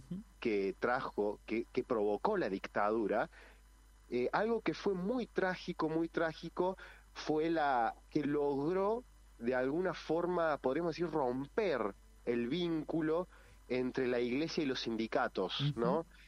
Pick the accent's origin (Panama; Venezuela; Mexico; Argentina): Argentina; Córdoba; uno acá como cordobés